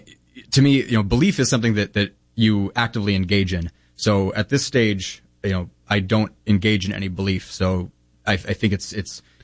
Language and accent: English; United States; as a American in the 21st century